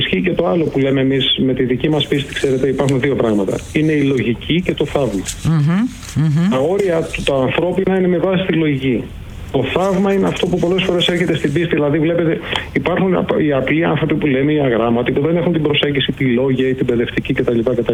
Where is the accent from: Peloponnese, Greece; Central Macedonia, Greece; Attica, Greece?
Peloponnese, Greece; Tripoli; στη Τρίπολη, που είναι η πατρίδα μου